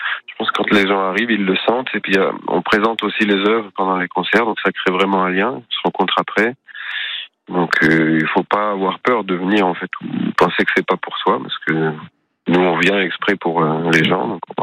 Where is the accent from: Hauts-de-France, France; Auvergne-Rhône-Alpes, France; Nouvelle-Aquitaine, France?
Nouvelle-Aquitaine, France; Felletin; Moi je suis de la Creuse, je suis originaire de Feltin.